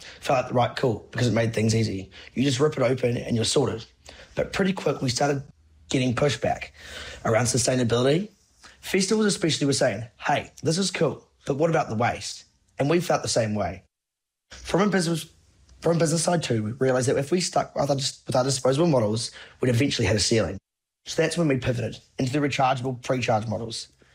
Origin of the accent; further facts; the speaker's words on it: Hawke's Bay, New Zealand; moved away; I'm originally from Hawke's Bay up north.